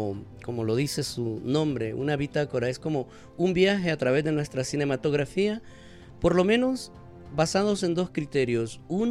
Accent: Honduras; para como hondureños, porque en realidad también previo a eso habían grabaciones sobre Honduras

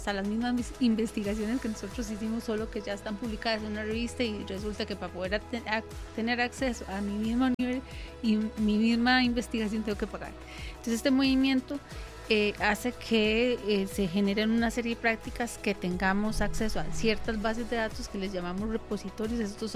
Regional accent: Costa Rica; Vamos a ver, en mi país, que es Costa Rica, que somos hermanos

